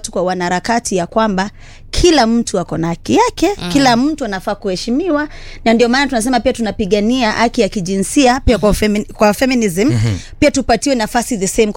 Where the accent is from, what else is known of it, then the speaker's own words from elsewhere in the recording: Nairobi, Kenya; Mimi nimezaliwa na kulelewa Mathare na hapo ndo nakaa.